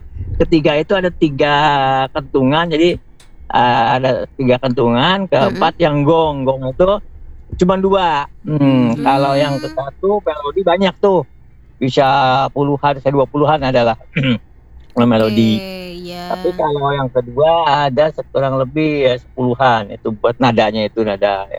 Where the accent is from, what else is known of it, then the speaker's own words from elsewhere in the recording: Ciamis, West Java, Indonesia; Kalau saya kan Sunda asli ya Bang Jojo, ada Ciamis